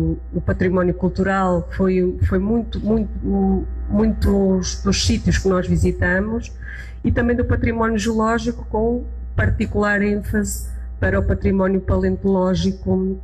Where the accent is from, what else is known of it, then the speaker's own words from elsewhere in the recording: Arouca, Norte, Portugal; eu venho de Portugal, de Arouca